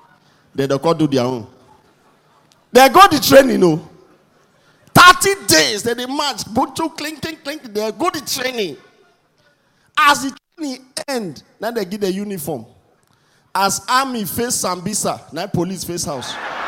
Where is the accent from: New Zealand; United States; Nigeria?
Nigeria